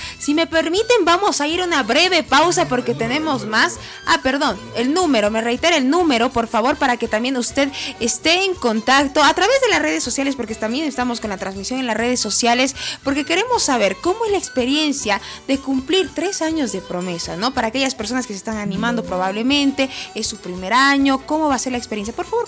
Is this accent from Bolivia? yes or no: yes; Bolivia; nosotros también como bolivianos